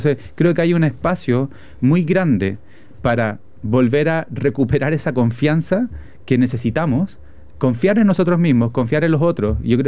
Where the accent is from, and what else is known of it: Santiago, Santiago Metropolitan Region, Chile; also born or lived in London / Germany / Brazil